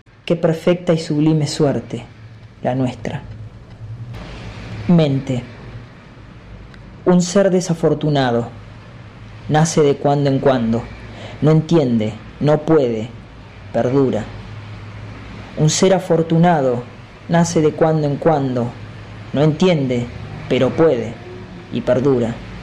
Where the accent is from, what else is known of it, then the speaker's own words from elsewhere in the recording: Neuquén, Argentina; soy escritor neuquino, nacido y criado acá en Neuquén.